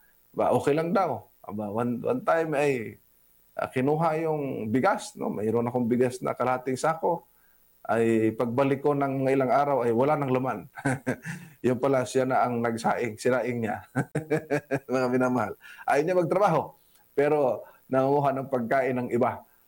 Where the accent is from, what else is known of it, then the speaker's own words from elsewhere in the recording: Visayas, Philippines; doon sa amin sa Bisaya